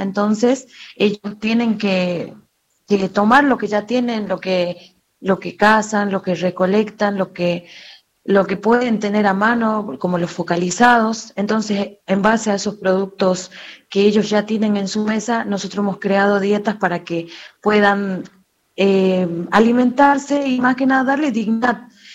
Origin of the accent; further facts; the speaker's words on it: Santa Victoria Este, Salta, Argentina; moved away as an adult; now in Salta, Argentina; Yo soy de Santa Victoria Este, soy de una de las comunidades Huichí, y estoy estudiando acá en la sede central de la universidad.